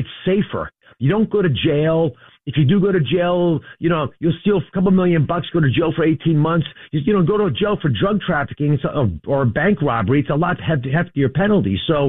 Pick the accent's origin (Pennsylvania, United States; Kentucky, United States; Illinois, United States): Pennsylvania, United States; Philadelphia; John has a nexus with Pennsylvania. It's my home state, my home city.